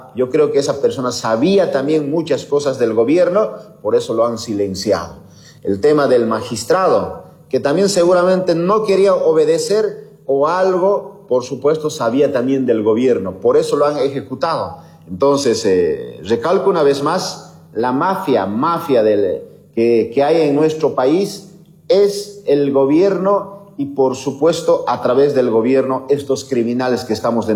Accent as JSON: {"language": "Spanish", "country": "Bolivia", "lives_now": "Chimoré, Bolivia", "said": "estamos esperando como pueblo boliviano"}